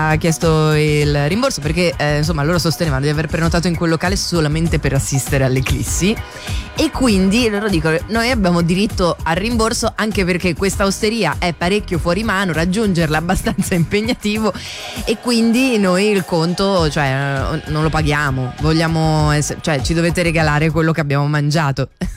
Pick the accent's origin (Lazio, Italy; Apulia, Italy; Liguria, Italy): Liguria, Italy; Io sono ligure, ci tengo all'economia, però così troppo anche per me.